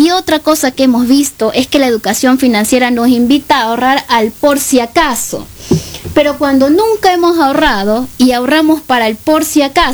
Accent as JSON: {"language": "Spanish", "town": "Guayaquil", "region": "Guayas", "country": "Ecuador", "tie": "born or raised there", "said": "Yo fui criada por mi madre en Guayaquil, en una zona popular, en el suburbio de Guayaquil."}